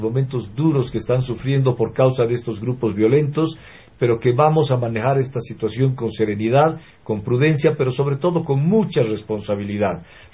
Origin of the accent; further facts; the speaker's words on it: Bolivia; los bolivianos, que ya le dijimos no en varias oportunidades